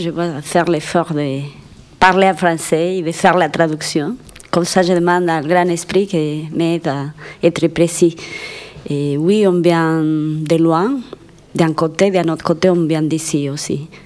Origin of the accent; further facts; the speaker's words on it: Ecuador; French is a second language; je viens d'Équateur y je vous dis merci à tout le monde y je vais dire que je viens de la moitié du monde.